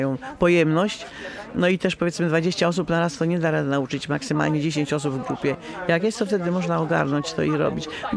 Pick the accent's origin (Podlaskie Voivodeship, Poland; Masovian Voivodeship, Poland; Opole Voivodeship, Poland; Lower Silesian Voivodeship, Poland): Masovian Voivodeship, Poland; born there; now in Urzecze, Poland; Ja się czuję i powiślanką, i urzeczanką. Bo ja się tam w tym rejonie, gdzie ja się urodziłam, czyli w okolicy Maciejowic, to jest Powiśle. Tutaj już jest z tej strony jest Urzecze, więc ja mam powiedzmy i to, tak? Jestem urzeczanką, czuję się tu, bo tu mieszkam 55 lat na Urzeczu